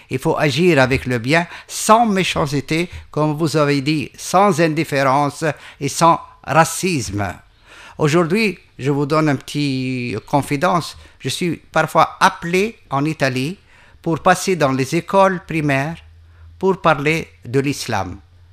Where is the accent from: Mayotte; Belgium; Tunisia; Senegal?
Tunisia; Le Bardo, Tunis Governorate; Bon, moi je suis du Bardo, je savais qu'il y avait une caserne militaire à côté du musée.